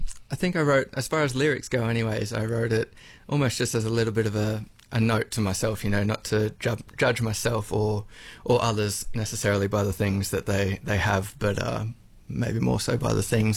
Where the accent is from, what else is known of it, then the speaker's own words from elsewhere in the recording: Yandina, Queensland, Australia; Yeah, so I grew up in Yandina on the Sunshine Coast, which is kind of positioned in behind the hinterland of Coolum Beach, I guess. And yeah, I loved growing up there.